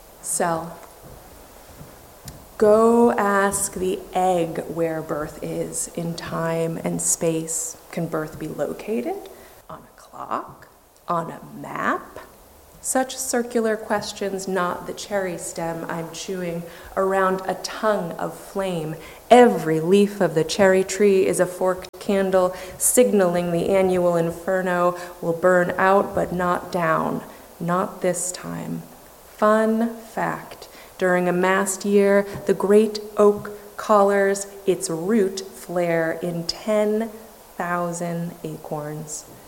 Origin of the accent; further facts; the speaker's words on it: New England, United States; I'm not even a descendant of the Puritans, though I grew up in New England